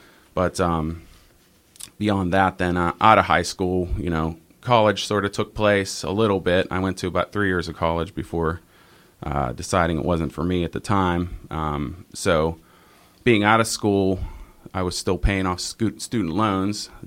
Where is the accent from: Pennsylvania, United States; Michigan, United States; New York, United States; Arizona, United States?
Pennsylvania, United States; Cranberry Township; also born or lived in Wexford; I'm from Pittsburgh, Cranberry Township. So most of my life I lived there. I moved there when I was about 4 years old.